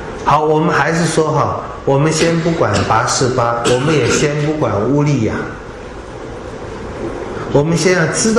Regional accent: China; 我们中国人讲不出这句话，谢谢你，我们中国人讲不出这句话

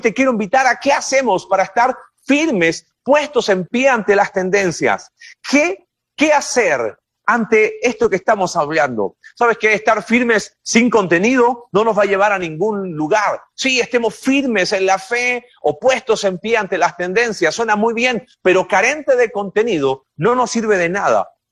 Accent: Chile; en nuestro país, en Chile

